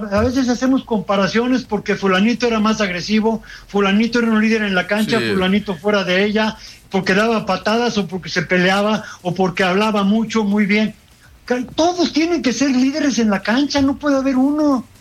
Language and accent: Spanish; Mexico; soy mexicano, porque soy ser humano